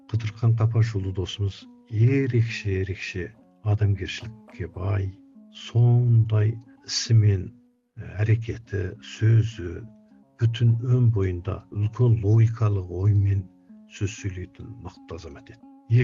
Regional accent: Tacheng, Xinjiang, China

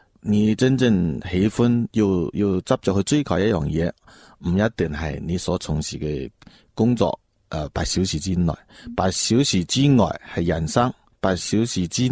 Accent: Lingnan, China; 我自细到大生于岭南，长于岭南，喺呢一片山水土地啊培育咗我，所见所闻都系岭南嘅嘢最多。

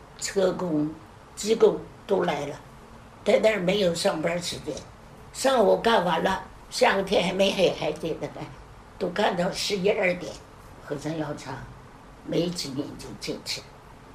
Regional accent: China

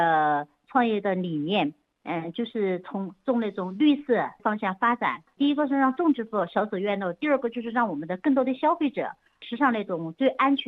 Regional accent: Fengjie, Chongqing, China; born there; also born or lived in Beijing

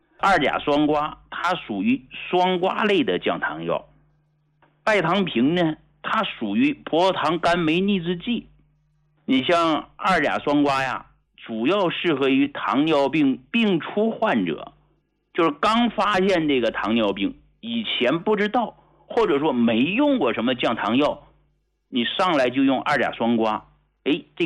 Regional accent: Hegang, Heilongjiang, China; moved away as an adult; now in Beijing, China; 我是从农村走出来的，我是从黑龙江鹤岗工农区走出来的

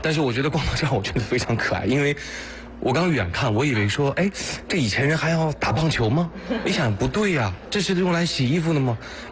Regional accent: Anhui, China; 我虽然我也是一个安徽人

